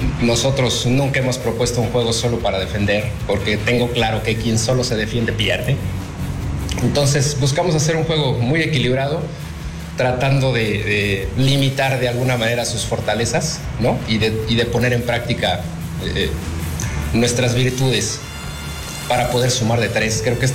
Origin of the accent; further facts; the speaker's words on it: Mexico; now in Guatemala; Yo soy mexicano, ¿no? Yo soy mexicano.